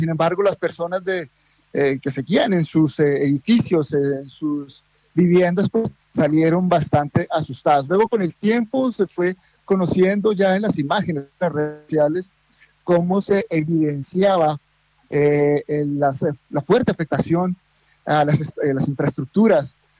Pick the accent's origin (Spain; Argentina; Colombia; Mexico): Colombia; Yo creo que como varios colombianos nos estábamos alistando para salir a trabajar.